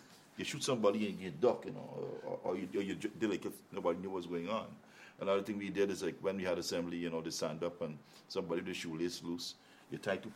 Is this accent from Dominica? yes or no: yes; Canefield, Dominica; Well, I'm telling you, I came from Canefield, Kanji Borbis. I didn't know about stuff like that until I came to the city.